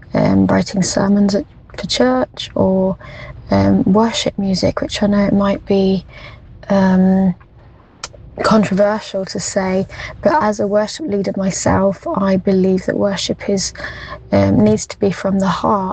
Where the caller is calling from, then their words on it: Coventry, West Midlands, United Kingdom; from Coventry.